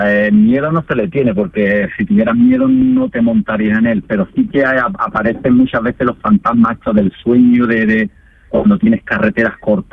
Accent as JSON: {"language": "Spanish", "town": "Estella del Marqués", "region": "Andalusia", "country": "Spain", "lives_now": "Guadalcacín, Spain", "said": "Pues yo soy de una pedanía rural de aquí de Jerez, soy de Estella del Marqués, pero estoy empadronado y actualmente vivo en Guadalcacín, es un pueblo también rural de aquí de la zona."}